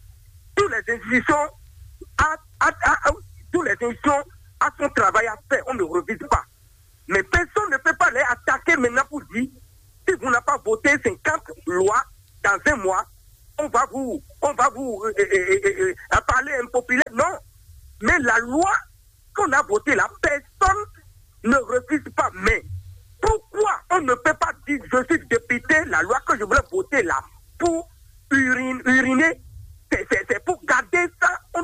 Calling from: Benin; Je vous appelle depuis Bigué.

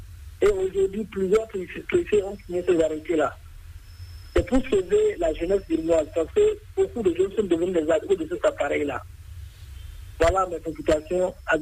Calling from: Kandi, Alibori, Benin; Je vous appelle depuis Candy dans la Libourie

